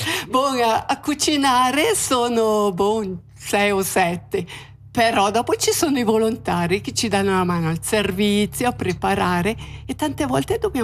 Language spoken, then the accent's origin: Italian; Mesocco, Graubünden, Switzerland; now in Lostallo, Switzerland; anch'io sono di Mesocco e sono arrivata allo stallo nell'89, perché mio marito aveva trovato il lavoro allo stallo